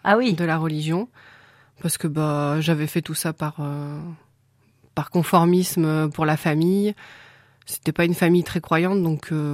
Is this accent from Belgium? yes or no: no; Saint-Étienne, Auvergne-Rhône-Alpes, France; moved away as an adult; now in La Ricamarie, France; Oui, j'ai grandi dans la rue Richelandière, donc à mon plaisir. Et j'ai emménagé à la Ricamari il y a 6 ans maintenant.